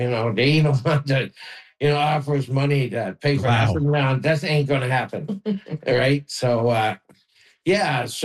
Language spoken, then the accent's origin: English; Newfoundland and Labrador, Canada; moved away as an adult; also born or lived in Ontario; just being a Newfoundlander.